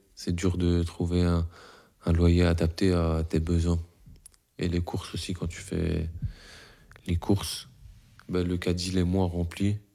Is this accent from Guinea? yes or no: no; Brussels, Brussels-Capital Region, Belgium; born there; comme je viens de Bruxelles